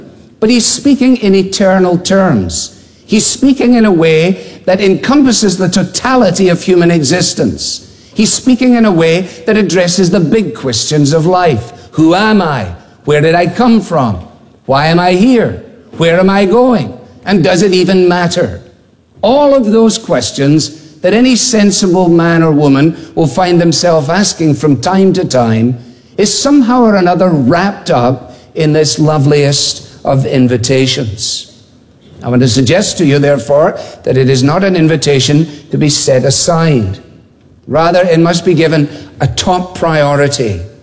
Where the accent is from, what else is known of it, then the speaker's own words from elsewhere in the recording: Scotland, United Kingdom; and in making the call as a Scotsman, it seemed to me only sensible to ask for